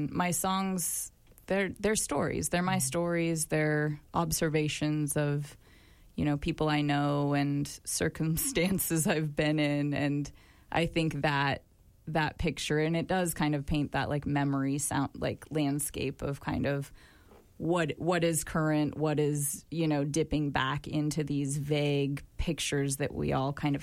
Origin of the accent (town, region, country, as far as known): Nevada City, California, United States; born or raised there; moved away